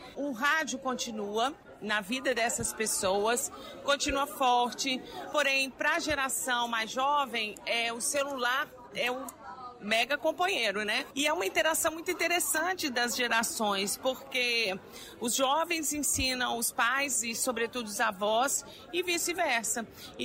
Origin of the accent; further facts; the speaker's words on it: Espírito Santo, Brazil; numa rádio AM, no Espírito Santo, de onde eu vim